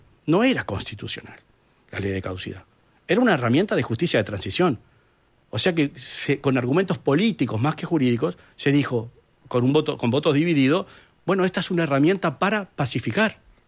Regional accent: Uruguay; now in Chile; Yo hace 25 años que me fui de Uruguay. España, Alemania, Chile ahora.

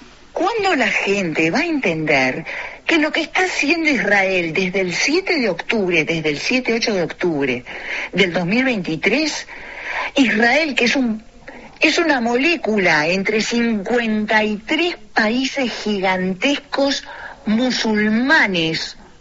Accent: Uruguay; la universidad que nos pertenece a todos, Gustavo, a todos los uruguayos, del primero al último

